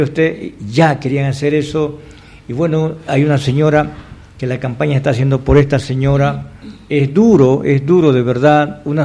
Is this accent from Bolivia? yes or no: yes; Trinidad, Beni, Bolivia; Esos somos los trinitarios, esos somos los venianos, esos somos los bolivianos.